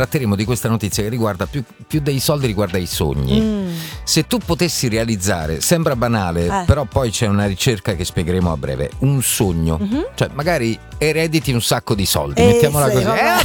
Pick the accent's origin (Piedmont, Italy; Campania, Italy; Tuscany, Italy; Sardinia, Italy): Campania, Italy; Naples; born there; la casa in cui sono nato a Napoli.